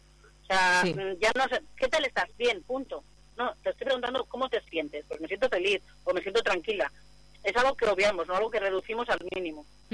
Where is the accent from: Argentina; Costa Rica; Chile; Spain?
Spain; Amurrio, Basque Country; also born or lived in Ayala; now in Retes, Spain; aunque yo vivo en Retes y soy de Ayala, yo siempre he sido de Amurrio.